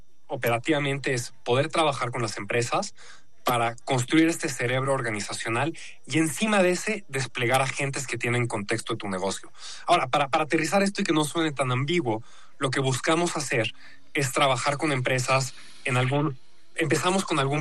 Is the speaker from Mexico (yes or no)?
yes; Mexico; moved away as an adult; also born or lived in Bogotá, Colombia / United States; yo crecí en México, hice mi carrera en Harvard, allá estudié economía y ciencias de la computación. Llevo los últimos 6 años trabajando en tecnología en América Latina. Viví un par de años en Bogotá, Colombia.